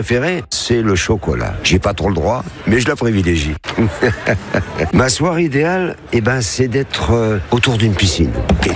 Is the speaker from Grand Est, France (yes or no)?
yes; Grand Est, France; Je suis de Coulanges-Courant, tout près de Fismes, pas très loin de Reims, une demi-heure de Reims.